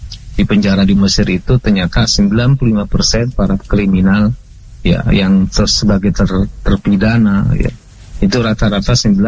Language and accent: Indonesian; West Sumatra, Indonesia; karena saya orang Sumatera Barat.